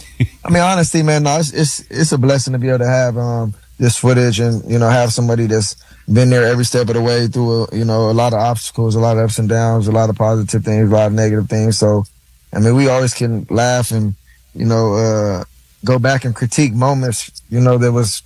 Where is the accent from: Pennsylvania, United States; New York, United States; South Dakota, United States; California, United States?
California, United States; Los Angeles; USC was right there in my backyard. I grew up in the Crenshaw District, and, that was literally in my backyard